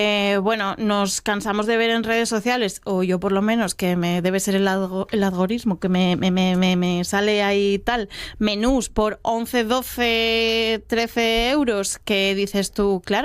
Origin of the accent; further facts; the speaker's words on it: Gijón, Asturias, Spain; Bueno, hablo de Gijón porque yo soy de Gijón